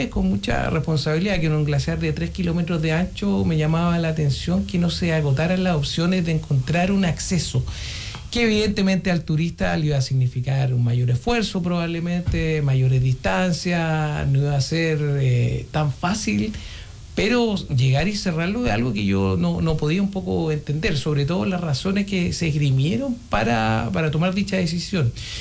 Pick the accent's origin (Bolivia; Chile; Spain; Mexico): Chile; Santiago, Santiago Metropolitan; Yo la verdad que vengo de Santiago, un turista más si se quiere, un afuerino, sí.